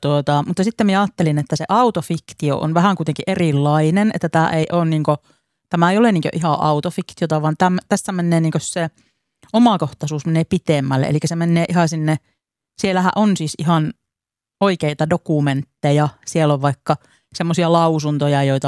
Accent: Kemi, Lapland, Finland; also born or lived in Oulu; now in Tervola, Finland; minähän nyt virallisesti olen kemiläinen kyllä, mutta siellä Tervolassahan minä käytännössä majailen sen äitini kanssa

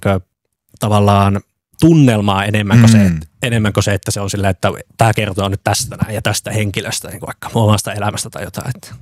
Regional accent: Kokkola, Central Ostrobothnia, Finland; moved away; Joo, että tosiaan Kokkolastahan ollaan kotoisin alun perin ja sitten ollaan tänne muutettu opiskelemaan.

